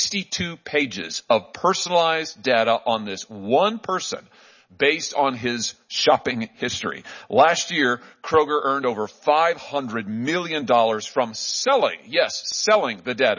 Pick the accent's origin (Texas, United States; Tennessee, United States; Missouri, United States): Missouri, United States; What if I told you that Lyft has charged 55 separate riders in my home state of Missouri 29 different prices for the same exact route at the same exact time